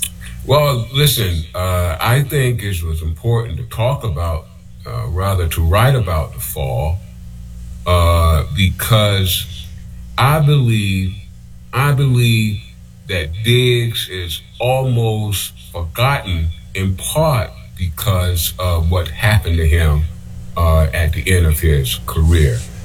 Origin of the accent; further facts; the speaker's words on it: Savannah, Georgia, United States; moved away; when I was an undergraduate student at Savannah State College, a historically black college down in my hometown. I was a political science undergraduate major